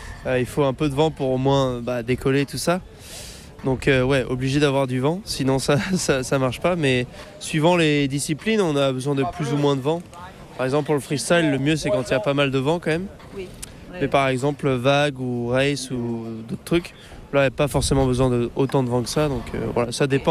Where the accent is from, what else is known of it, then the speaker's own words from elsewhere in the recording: La Baule, Pays de la Loire, France; Moi, je suis originaire du Pays de la Loire, de La Bolle.